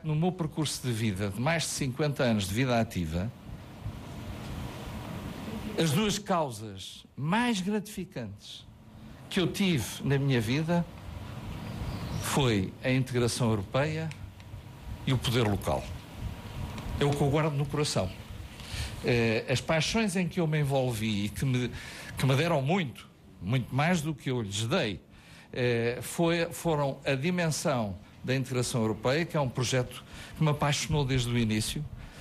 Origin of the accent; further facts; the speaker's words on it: Centro, Portugal; moved away; Eu era um produto da Gardunha, como a minha conterrânea Dulce Gabriel já sublinhou, e é assim que eu me sinto sempre.